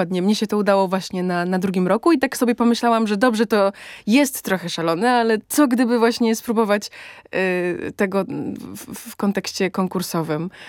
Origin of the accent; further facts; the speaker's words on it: Szamotuły, Greater Poland Voivodeship, Poland; moved away; Ja jestem z Szamotuł, z Wielkopolski. I Szamotuły rzeczywiście, mimo tego, że jest to niewielkie miasto